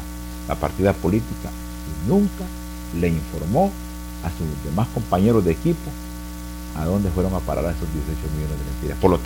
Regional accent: Honduras

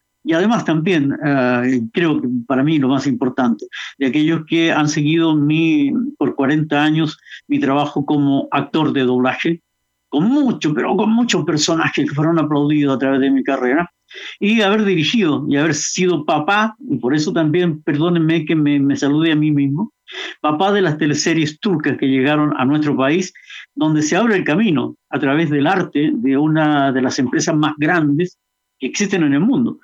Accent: Chile; also born or lived in Buenos Aires

